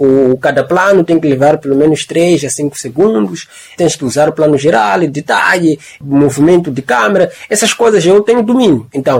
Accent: Chimoio, Manica, Mozambique; also born or lived in Beira, Mozambique; eu nasci na Beira, estou a crescer em Chimoio

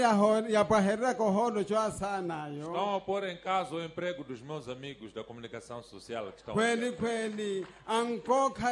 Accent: Mozambique; Porque a nossa maior preocupação deste momento como moçambicanos é o terrorismo.

